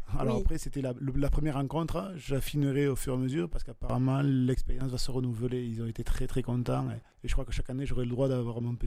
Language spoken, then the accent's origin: French; Villefranche-de-Rouergue, Occitanie, France; Moi, je suis né sur Villefranche-de-Rouergue. J'ai grandi sur l'Aveyron. J'ai voyagé beaucoup, mais je me plais ici